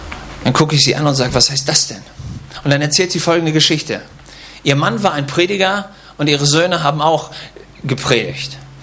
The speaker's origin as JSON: {"language": "German", "country": "Germany", "said": "Also ich komme aus Deutschland"}